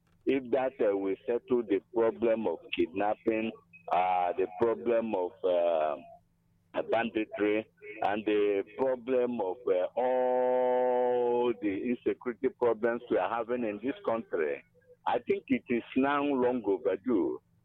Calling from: Enugu, Enugu State, Nigeria; I'm calling from Enugu.

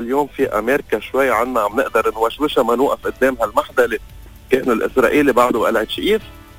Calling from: Lebanon; انا كلبناني اليوم، بدي اخلص، بدي استثمر، بدي اجيب اولادي، بدي اعيشهم بلبنان

